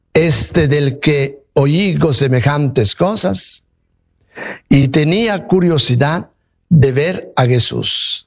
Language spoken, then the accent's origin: Spanish; Italy; Spanish is a second language; moved away; Yo soy italiano, no soy mexicano